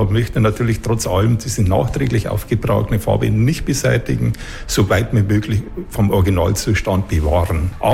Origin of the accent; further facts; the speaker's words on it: Ingolstadt, Bavaria, Germany; born there; ich bin ein gebürtiger Ingolstädter